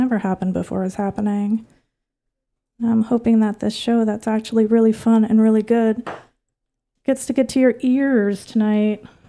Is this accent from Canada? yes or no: yes; Canada; or Whittier, I would say, as a Canadian, California.